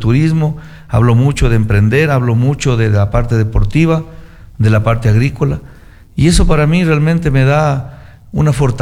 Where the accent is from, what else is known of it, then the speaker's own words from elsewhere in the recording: Catamayo, Loja, Ecuador; born there; ser catamayense, a la gente que amamos nuestra tierra, pues nos place ser de ahí. A mí me hace feliz ser tomeño. Yo nací ahí